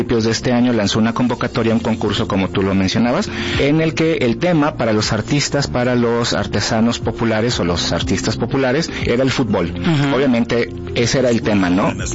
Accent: Mexico; quizá muchas veces lo pensamos como mexicanos, pero no lo externamos

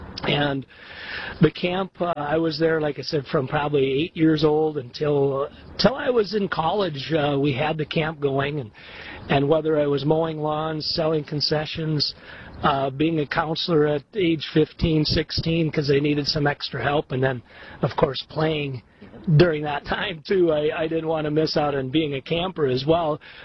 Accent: Fergus Falls, Minnesota, United States; when I was born in 1967, Dad was back here as a teacher coach, and we grew up right across from the Roosevelt Gym in an apartment in the basement

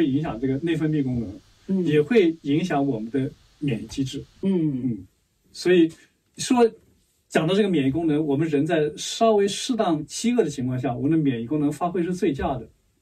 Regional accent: China; 特别我们中国人吃东西讲究

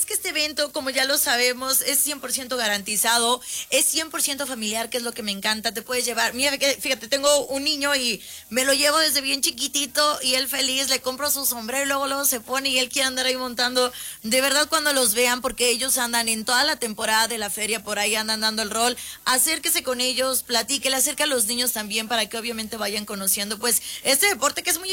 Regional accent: San Luis Potosí, Mexico; aquí las potosinas somos bien voladas, ¿eh? Bueno, algunas, yo no soy volada

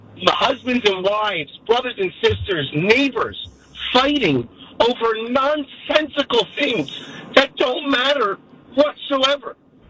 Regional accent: United States; And when I lived there, it's amazing as an American, this was almost about 18 years ago.

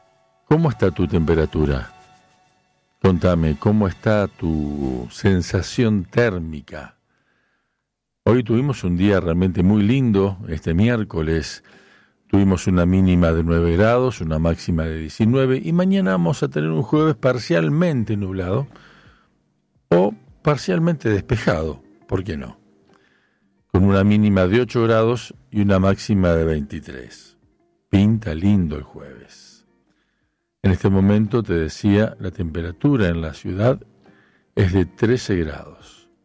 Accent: San Genaro, Santa Fe, Argentina; Me lo recomendaron unos amigos de aquí, de mi pueblo. Soy de San Genaro

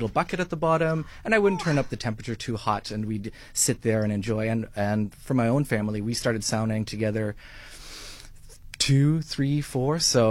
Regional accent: Toronto, Ontario, Canada; moved away as an adult; also born or lived in Finland; now in Cape Town, South Africa; I grew up in Canada. I'm from Finland originally. My family moved there when I was very young.

